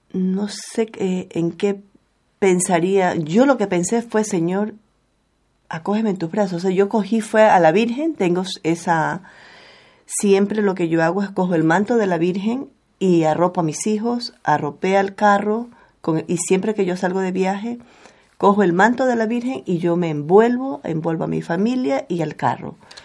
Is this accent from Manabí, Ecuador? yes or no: yes; Manabí, Ecuador; Yo vengo de Ecuador. Ecuador es de la costa, Manabí, una provincia hermosa. Somos muy hospitalarios.